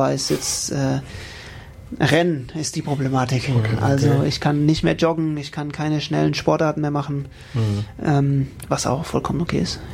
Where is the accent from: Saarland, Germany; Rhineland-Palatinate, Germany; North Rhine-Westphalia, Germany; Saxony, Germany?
Rhineland-Palatinate, Germany; Also wir sind ja aus der Umgebung, von daher ist es für uns sehr theoretisch Heimat, auch wenn wir Pfälzer sind, aber klar, nicht weit weg. Ich bin auch stolzer Pfälzer.